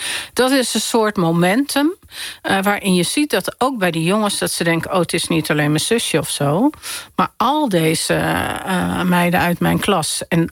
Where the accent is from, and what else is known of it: Amsterdam, North Holland, Netherlands; born or raised there